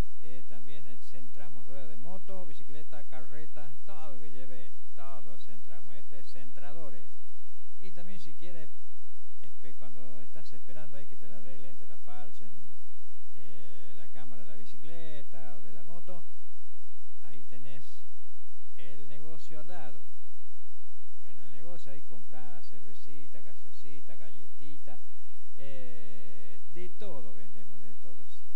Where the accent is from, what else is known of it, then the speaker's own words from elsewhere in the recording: Argentina; soy argentino, pero no me interesa el mundial.